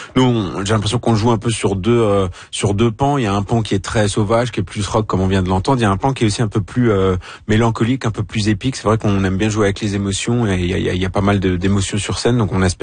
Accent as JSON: {"language": "French", "region": "Grand Est", "country": "France", "said": "chez nous en Alsace, parce qu'on est alsacien en fait, de l'est de la France."}